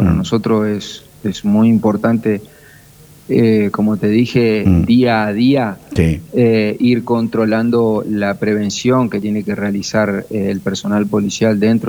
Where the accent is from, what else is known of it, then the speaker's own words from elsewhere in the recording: Argentina; somos todos argentinos